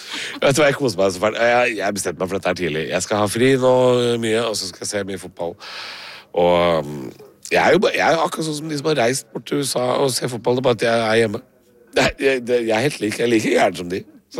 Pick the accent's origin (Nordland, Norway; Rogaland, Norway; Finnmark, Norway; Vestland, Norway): Finnmark, Norway; jeg er fra Finnmark